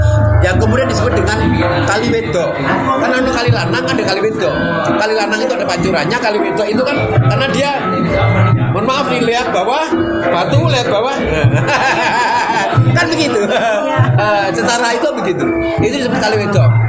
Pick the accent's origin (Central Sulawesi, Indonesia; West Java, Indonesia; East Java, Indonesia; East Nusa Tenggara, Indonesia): East Java, Indonesia; Polowijen; saya ini sebenarnya bukan siapa-siapa, tapi karena kamu saya ini dari Polowijen, ya. Empu Topeng Malang itu dari Polowijen.